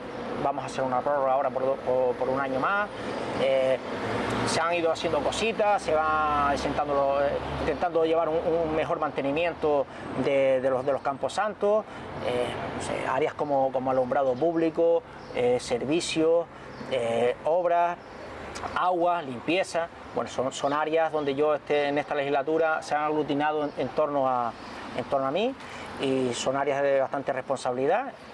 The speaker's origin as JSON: {"language": "Spanish", "town": "Tuineje", "region": "Canary Islands", "country": "Spain", "tie": "born or raised there", "said": "en la plaza de mi pueblo, esta, donde uno ha jugado desde niño, donde te vio nacer, crecer, y bueno, aparte de ser el casco histórico del municipio de Tuineje"}